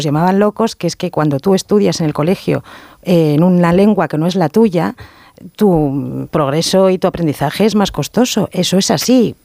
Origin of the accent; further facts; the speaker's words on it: Basque Country, Spain; Y a mí, y luego yo como vasca, pues estoy muy preocupada por los, muy preocupada, no, vamos, escandalizada por los resultados en el País Vasco.